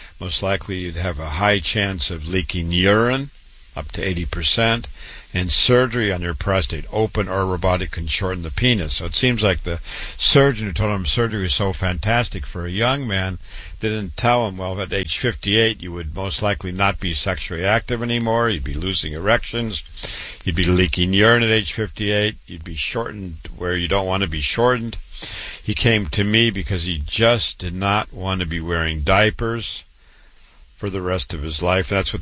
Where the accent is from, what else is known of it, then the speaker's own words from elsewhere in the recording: Waterloo, Iowa, United States; I was born and raised in Waterloo, Iowa, MD at 25